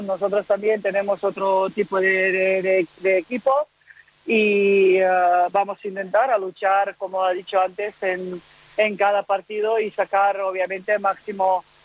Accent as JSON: {"language": "Spanish", "country": "Serbia", "second_language": "Spanish", "moved": "yes", "lives_now": "Spain", "said": "como soy de Serbia"}